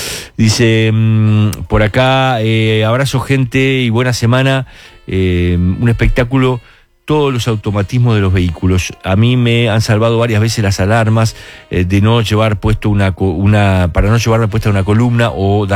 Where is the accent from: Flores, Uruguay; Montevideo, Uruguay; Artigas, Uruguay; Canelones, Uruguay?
Flores, Uruguay; Yo soy de Flores, no soy de barrio. Soy de Flores.